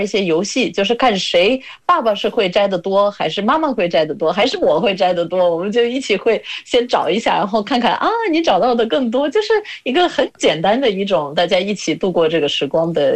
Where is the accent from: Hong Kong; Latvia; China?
Latvia; Chinese is a second language